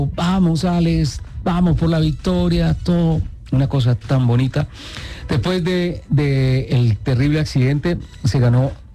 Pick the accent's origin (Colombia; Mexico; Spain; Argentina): Colombia; ¿Te acuerdas de mí? Yo soy colombiano.